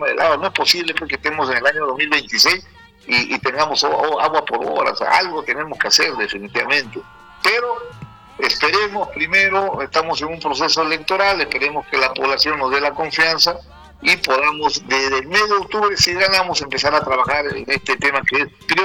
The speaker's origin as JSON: {"language": "Spanish", "region": "Lambayeque", "country": "Peru", "tie": "born there", "said": "los intereses de mi tierra que me deben hacer, Lambayeque."}